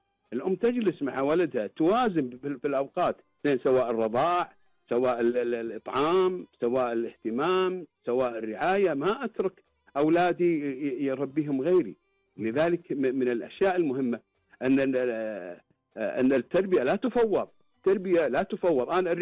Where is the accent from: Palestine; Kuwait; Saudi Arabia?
Kuwait